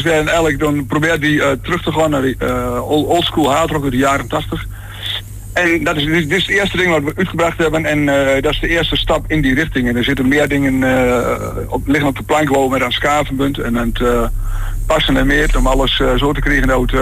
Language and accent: Dutch; Overijssel, Netherlands; Dus eigenlijk zeg maar Twente